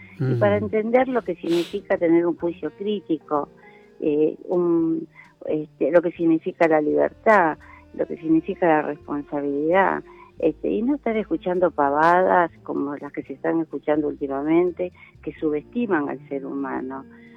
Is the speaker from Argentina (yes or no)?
yes; Buenos Aires, Argentina; Acá de Capital, sí.